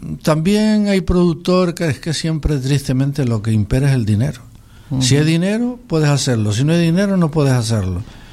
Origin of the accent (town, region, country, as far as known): Canary Islands, Spain